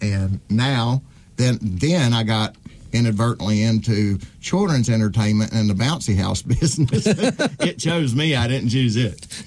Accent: Virginia, United States; also born or lived in Rocky Mount, North Carolina; so that's how I came to the southwestern Virginia area.

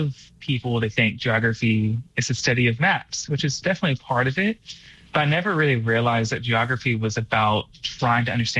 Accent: Austin, Texas, United States; And so people ask, how did I go from a big city of Austin, Texas to Emory and Henry?

